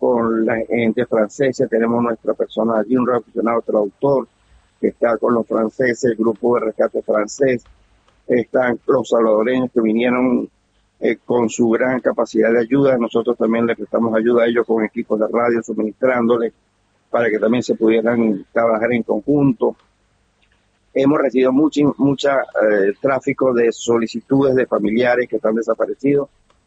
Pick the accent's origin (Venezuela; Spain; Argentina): Venezuela; lo que está pasando ahorita en mi país, Venezuela.